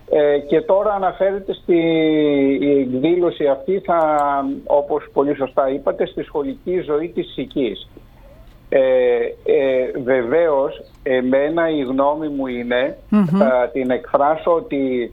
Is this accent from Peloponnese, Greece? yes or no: no; Siki, Thessaly, Greece; Ναι, η καταγωγή μου είναι από την Σική, εκεί γεννήθηκα, εκεί τα πρώτα παιδικά και μαθητικά χρόνια, στη συνέχεια στο γυμνάσιο της Αργαλαστής.